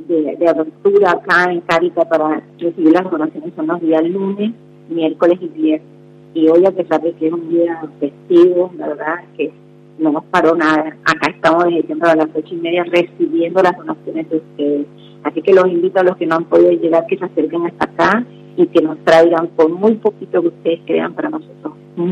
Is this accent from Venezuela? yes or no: yes; Venezuela; now in Santa Fe, Argentina